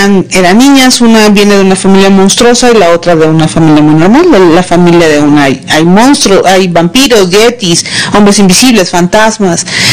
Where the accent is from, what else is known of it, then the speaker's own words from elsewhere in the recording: Mexico; Yo soy mexicana, vivo aquí